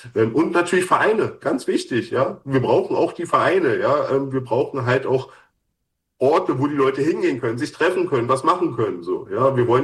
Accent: Berlin, Germany; ich sage jetzt mal, als Berliner, der ja nur Berlin und sein Speckgürtel kennt

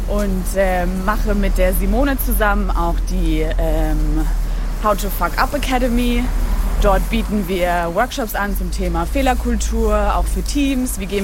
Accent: Mannheim, Baden-Württemberg, Germany; ich bin auch aus Mannheim.

